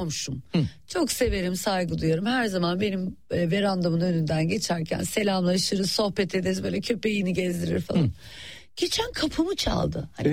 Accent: Black Sea Region, Turkey; Ve biz de Karadenizliyiz biliyorsun, baba tarafından Trabzonluyuz.

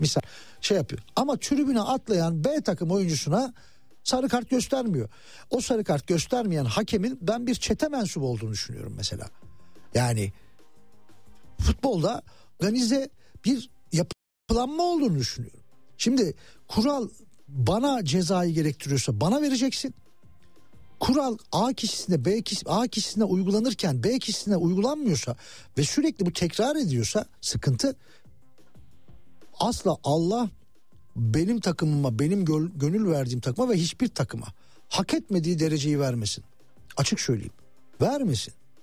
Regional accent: Muş, Muş Province, Turkey; Muşspor'u takip ediyorum. Memleketimin takımı. Ha, Muşspor'la Fenerbahçe oynasa şimdi bizim Muşlular bana kızacak belki ama hep onu söylerim.

